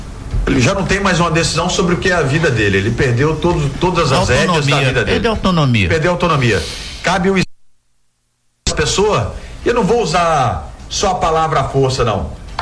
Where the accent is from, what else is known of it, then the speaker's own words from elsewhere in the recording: Rondônia, Brazil; sou cria do estado de Rondônia